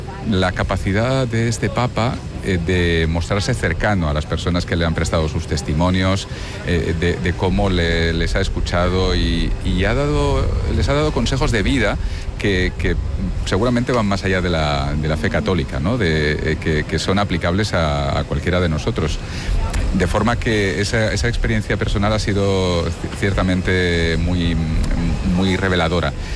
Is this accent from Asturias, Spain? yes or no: no; Barcelona, Catalonia, Spain; Como barcelonés, el momento, el espectáculo de la Sagrada Familia fue ciertamente impresionante